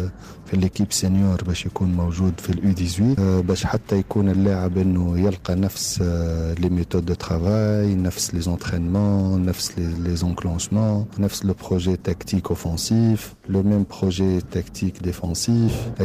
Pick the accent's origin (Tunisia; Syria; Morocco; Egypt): Tunisia; moved away; also born or lived in United Arab Emirates